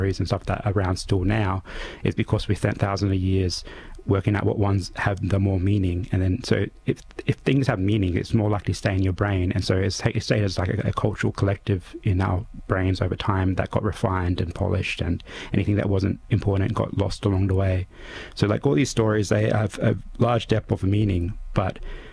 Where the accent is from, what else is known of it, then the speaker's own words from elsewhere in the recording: Central Australia, Australia; I'm from Central Australia. So every time I worked down in Adelaide, right, like, you know, I was a guest.